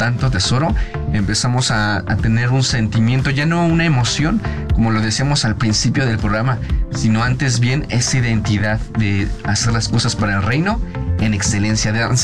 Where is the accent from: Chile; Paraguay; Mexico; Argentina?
Mexico